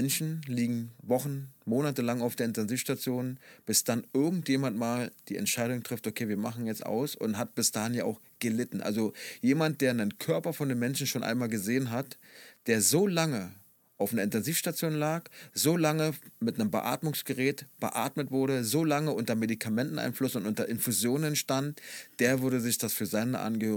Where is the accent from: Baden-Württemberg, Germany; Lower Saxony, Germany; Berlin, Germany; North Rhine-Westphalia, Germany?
Berlin, Germany; ich bin ja damals im Osten in Marzahn-Hellersdorf groß geworden, war ja auch ein raues Pflaster.